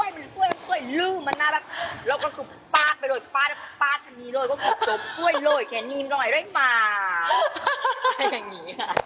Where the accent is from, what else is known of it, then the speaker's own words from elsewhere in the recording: Phang Nga, Thailand; หนูต้องบอกว่าแม่หนูเป็นคนอีสานค่ะอุดรค่ะแต่พ่อต้องถึงภาคใต้ค่ะ